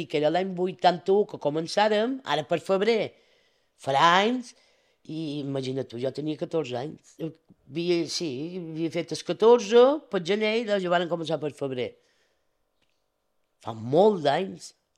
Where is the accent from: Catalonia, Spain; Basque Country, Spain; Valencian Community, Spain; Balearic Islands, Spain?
Balearic Islands, Spain; Bunyola; Jo soc molt de Bunyola.